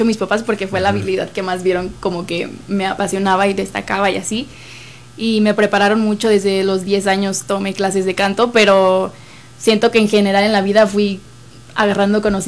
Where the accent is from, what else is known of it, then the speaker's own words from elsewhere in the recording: Monterrey, Nuevo León, Mexico; now in Mexico City, Mexico; vengo de Monterrey